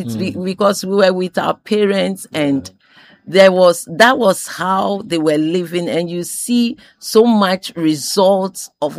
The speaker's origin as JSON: {"language": "English", "town": "Agbozume", "region": "Volta", "country": "Ghana", "also_born_or_lived": "Accra", "said": "My parents were Airways. We are from Agbozume."}